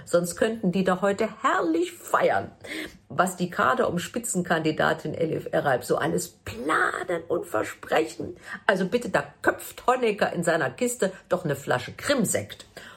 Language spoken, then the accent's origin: German; Leipzig, Saxony, Germany; born or raised there